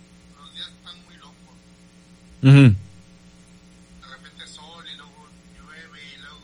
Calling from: Reynosa, Tamaulipas, Mexico; estoy acá en Reynosa, Tamaulipas.

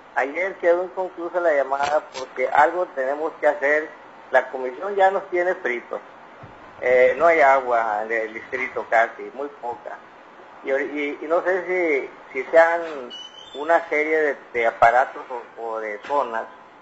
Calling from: Mexicali, Baja California, Mexico; Somos de aquí

